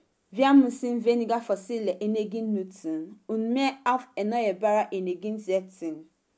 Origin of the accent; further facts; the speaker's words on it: Nigeria; German is a second language; now in Germany; ich komme aus Nigeria. Seit 2 Jahren wohne ich in Deutschland.